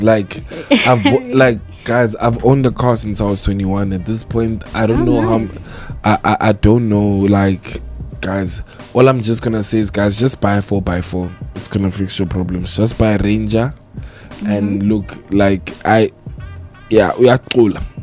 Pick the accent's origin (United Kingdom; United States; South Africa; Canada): South Africa; Hey, now I'm from Ekasi, papi. We live.